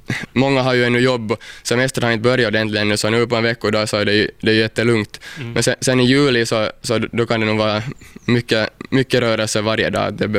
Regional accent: Pargas, Southwest Finland, Finland; No, jag är nog hemma från Mielisholm och min farfar är faktiskt hemma här från Kirjais också. Så att jag är nog hela min släkt här ifrån regionen, när regionen är Pargas.

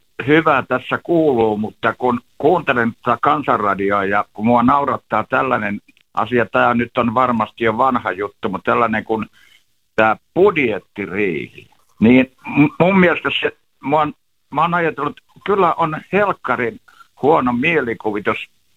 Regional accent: Helsinki, Uusimaa, Finland; minä tiedän, kun mä olen Helsingistä

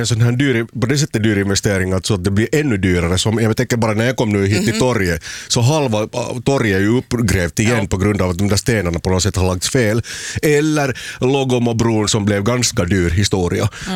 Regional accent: Helsinki, Uusimaa, Finland; now in Turku, Finland; Så att jag kommer ju från en stad som, alltså jag är uppvuxen i Helsingfors, och där jag tycker mycket om spårvagnarna där

